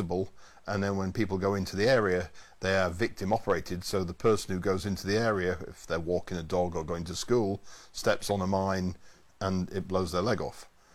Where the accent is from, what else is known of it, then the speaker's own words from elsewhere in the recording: United Kingdom; Being a Brit